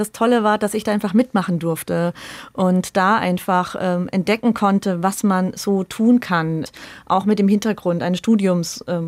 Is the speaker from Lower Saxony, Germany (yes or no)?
no; Lohr am Main, Bavaria, Germany; Ich bin ja in Lohr Main zur Schule gegangen, aufs Gymnasium.